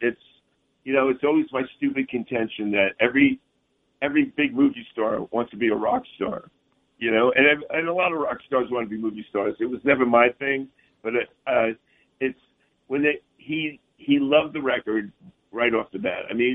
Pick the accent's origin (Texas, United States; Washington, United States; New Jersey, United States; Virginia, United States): New Jersey, United States; Bayonne; now in New York City, United States; And you know, I'm from Bayonne, New Jersey. I mean, I'm living in New York City. I'm not like totally unhip.